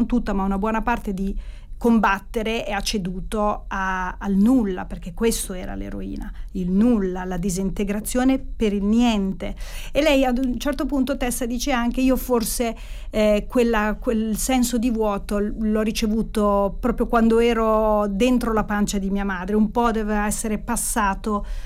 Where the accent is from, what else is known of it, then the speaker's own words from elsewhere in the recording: Fano, Marche, Italy; moved away as an adult; now in Bologna, Italy; da una parte Fano, la mia infanzia e la mia adolescenza, e poi il passaggio all'età adulta nella città di Bologna.